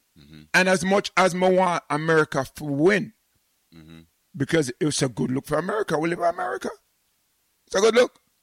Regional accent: United Kingdom; I'm British

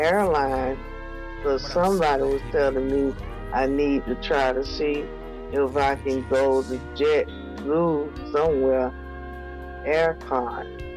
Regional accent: Fort Lauderdale, Florida, United States; I'm from Fort Lauderdale, Florida. Orlando, Florida.

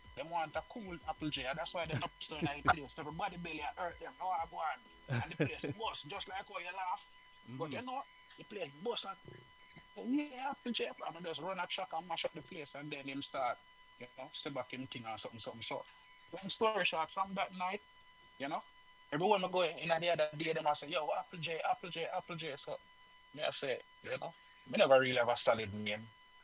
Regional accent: Seaforth, Saint Thomas Parish, Jamaica; now in Brooklyn, United States; I'm from Jamaica, you know. I'm in Brooklyn right now, but I'm from...

